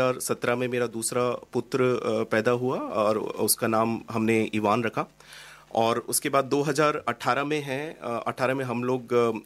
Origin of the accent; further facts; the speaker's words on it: Jaipur, Rajasthan, India; also born or lived in Dubai; now in Australia; और मैं जयपुर राजस्थान का रहने वाला हूँ, और मैं 2005 से लेकर 2017 तक जो है दुबई में रहा। फिर दुबई से 2018 में माइग्रेट होकर ऑस्ट्रेलिया का सिटीज़न बना हूँ।